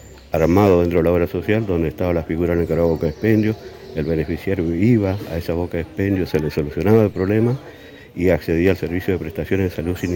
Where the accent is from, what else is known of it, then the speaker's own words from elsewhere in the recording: Chaco, Argentina; Y esta visión estratégica que surge de mi conducción tiene que ver, digamos, con mi origen, ¿no? Yo soy del Chaco, yo fui secretario general, una seccional, después llegué a ser delegado de la provincia